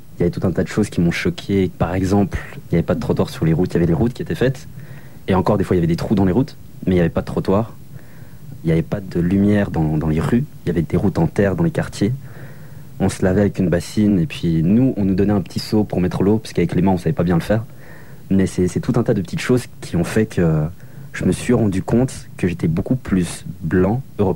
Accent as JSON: {"language": "French", "country": "Switzerland", "said": "Je n'ai pas vécu là-bas et je ne suis pas né là-bas. Et en même temps, je ne me considère pas non plus comme suisse comme les autres suisses"}